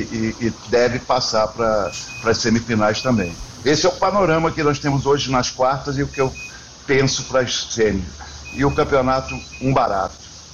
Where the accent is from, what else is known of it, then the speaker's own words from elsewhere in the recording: Rio de Janeiro, Brazil; also born or lived in São Paulo; now in Fortaleza, Brazil; Eu sou paulista também, paulista, criado no Rio de Janeiro, vivi por esse mundo afora, né? Hoje estou aqui em Fortaleza.